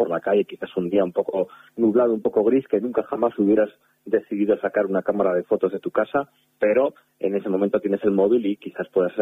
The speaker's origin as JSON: {"language": "Spanish", "town": "Santander", "region": "Cantabria", "country": "Spain", "moved": "yes", "lives_now": "Madrid, Spain", "said": "yo soy cántabro, a pesar de que vivo en Madrid y organizo el certamen a nivel nacional. Bueno, yo soy cántabro, soy de Santander"}